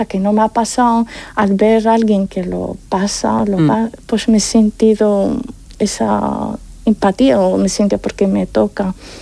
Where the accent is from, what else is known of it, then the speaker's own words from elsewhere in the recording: Morocco; muchas veces no creían que soy marroquí. Hombre, ¿eres marroquí?